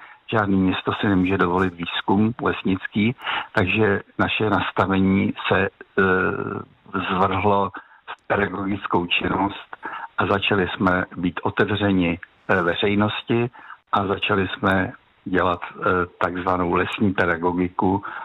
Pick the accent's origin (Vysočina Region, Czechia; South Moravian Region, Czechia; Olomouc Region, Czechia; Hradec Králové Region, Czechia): Hradec Králové Region, Czechia; Opočno; My jsme v té době bydleli v Opočně, takže já jsem trávil mládí v Opočně, ale když se dostavila služební budova v roce 67, tak jsme se sem přestěhovali a trávil jsem tady ne úplně dětství, ale dospívání.